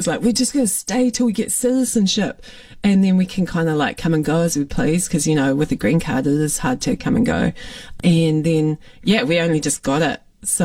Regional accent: Foxton, Manawatū-Whanganui, New Zealand; moved away as an adult; also born or lived in Kutztown, Pennsylvania; when I was growing up in Foxton.

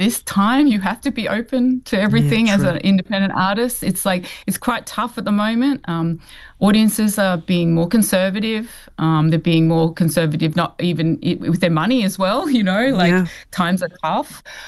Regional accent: Ipswich, Queensland, Australia; Well, I think I grew up in Ipswich outside of Brisbane in Australia. So we came over in the late 70s, and so there weren't many other Samoan families around then.

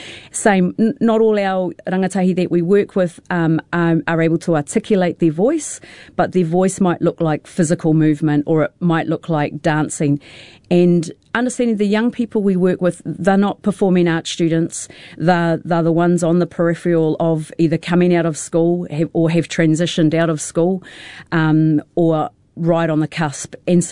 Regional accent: Whakatane, Bay of Plenty, New Zealand; I grew up in Whakatane, just a little township on the east coast of the North Island, for those of you that don't know it.

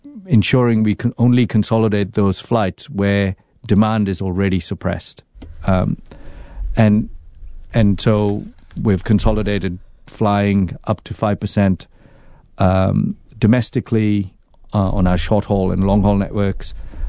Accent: New Zealand; I say I'm from New Zealand

